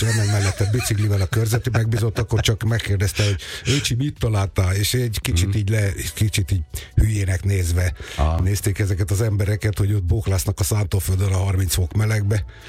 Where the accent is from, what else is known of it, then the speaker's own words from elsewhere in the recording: Dombóvár, Tolna, Hungary; nagyapámnak volt egy 20 hektáros földje Dél-Dunántúl, én Dombaváron nőttem föl